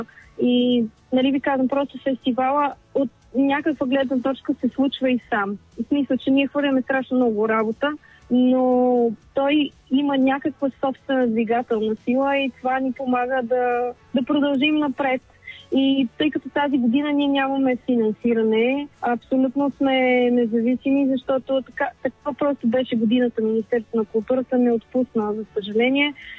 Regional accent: Sofia, Sofia City, Bulgaria; Ние сме от City Slam World, аз съм от София, съпруга ми от Сейнт Луис, Америка.

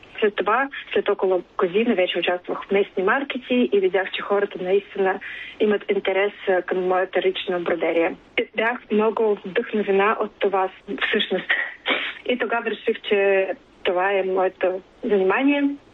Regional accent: Omsk, Omsk Oblast, Russia; Bulgarian is a second language; moved away as an adult; also born or lived in Moscow; now in Sofia, Bulgaria; Родом съм от Русия, от един малък сибирски град Омск. И последните 12 години, преди да се премести в София, живях в Москва.

